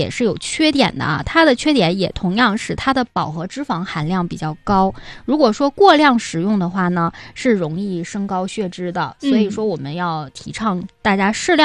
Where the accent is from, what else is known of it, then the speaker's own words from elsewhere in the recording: Northeast China, China; 这就是我们东北人啊非常爱吃的、非常接地气的一种食物。